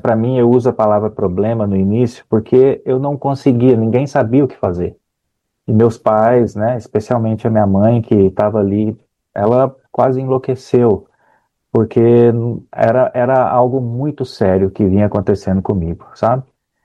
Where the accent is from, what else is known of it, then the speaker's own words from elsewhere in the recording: Belo Horizonte, Minas Gerais, Brazil; moved away as an adult; now in Boston, United States; sou mineiro, né? Lá em Belo Horizonte.